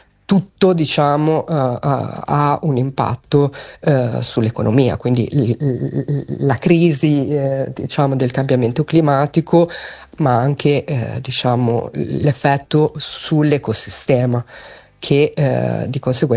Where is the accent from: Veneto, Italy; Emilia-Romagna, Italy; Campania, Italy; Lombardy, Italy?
Emilia-Romagna, Italy; Io sono romagnola